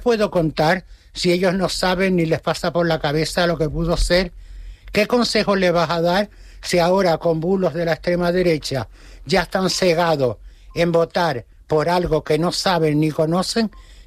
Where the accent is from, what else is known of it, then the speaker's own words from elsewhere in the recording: Canary Islands, Spain; hasta el Papa felicita a España y a Canarias primero, por supuesto, que somos canarios y luego españoles.